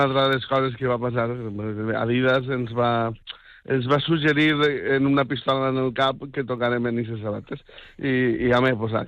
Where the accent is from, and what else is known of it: Vila-real, Valencian Community, Spain; born or raised there